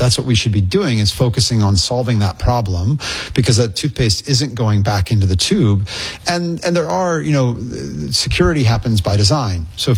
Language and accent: English; Indiana, United States; Look, I'm a skateboarder from Indiana.